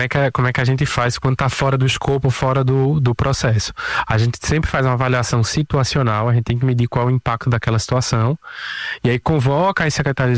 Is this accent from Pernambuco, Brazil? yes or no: yes; Pernambuco, Brazil; now in Recife, Brazil; eu não sou natural de Recife, eu sou do interior do estado. Então, quando eu vim estudar aqui na Universidade Federal